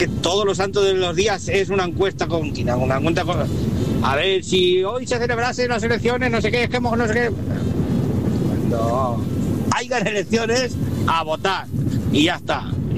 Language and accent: Spanish; Spain; Facha, no soy facha, llevo una pulsera de España, pues soy español, ¿qué pasa?